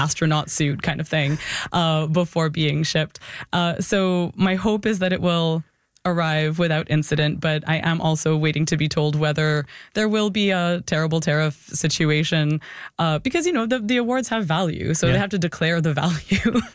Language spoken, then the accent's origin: English; Canada; I'm Canadian